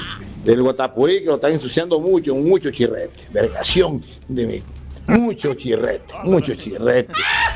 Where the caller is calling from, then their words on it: Valledupar, Cesar, Colombia; de aquí del barrio La Nevada.